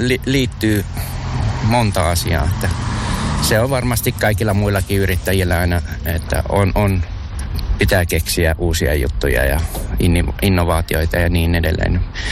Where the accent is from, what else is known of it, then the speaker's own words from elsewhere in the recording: Vaasa, Ostrobothnia, Finland; born there; Synnyin Vaasassa ja sitten sirkus oli Porissa viikon päästä, niin sinne piti mennä.